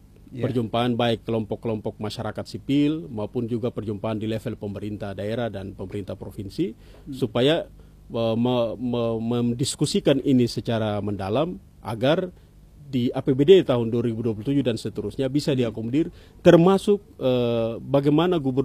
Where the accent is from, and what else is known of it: Maluku, Indonesia